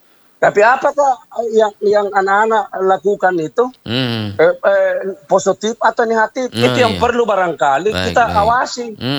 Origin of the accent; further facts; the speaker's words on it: South Sulawesi, Indonesia; Kita orang Sulsel.